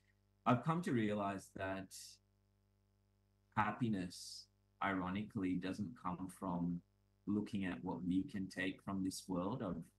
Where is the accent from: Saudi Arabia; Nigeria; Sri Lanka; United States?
Sri Lanka; I grew up in Sri Lanka, and my mom caught me once smoking a cigarette butt in the backyard when I was like 5 years old.